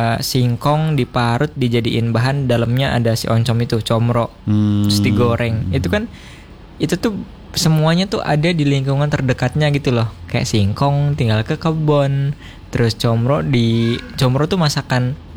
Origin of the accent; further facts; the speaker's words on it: West Java, Indonesia; rumah panggung sekarang udah sulit ditemukan di daerahku, terutama ya daerah Lemasugi, Bantarujik